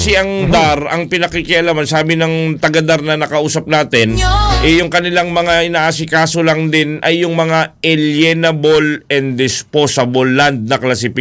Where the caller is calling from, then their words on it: Puerto Princesa, Palawan, Philippines; pero loud and clear yung dating ninyo dito sa amin sa Puerto Princesa.